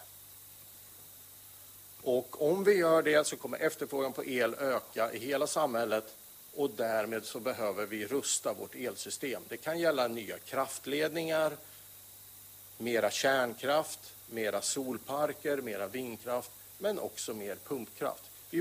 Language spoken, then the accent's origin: Swedish; Värmland, Sweden; Inte bara för att jag är värmlänning utan också för er som är i Torsby.